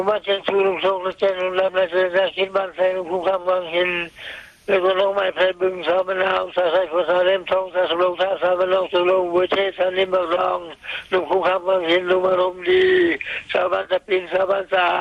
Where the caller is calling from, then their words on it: Khu Khan, Sisaket, Thailand; โทรมาจากศรีสะเกษมาจากอำเภอคูขันบ้านแพงจังหวัดศรีสะเกษครับ